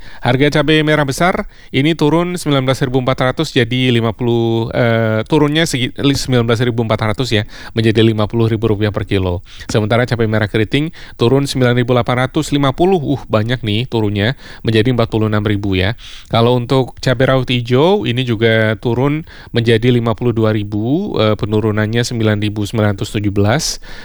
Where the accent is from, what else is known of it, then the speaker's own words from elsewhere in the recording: Brebes, Central Java, Indonesia; ini orang-orang Brebes ini, saya nih, daerah saya nih, penghasil bawang merah ya.